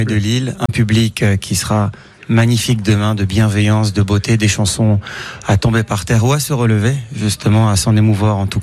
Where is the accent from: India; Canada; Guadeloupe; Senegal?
Senegal; born there; also born or lived in Dakar; je suis d'origine libanaise, je suis né au Sénégal, où il y a une très grande communauté sénégalaise ici, et lorsque j'étais enfant